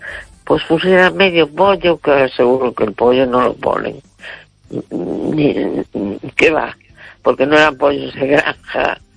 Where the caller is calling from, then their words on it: A Coruña, Galicia, Spain; de La Coruña.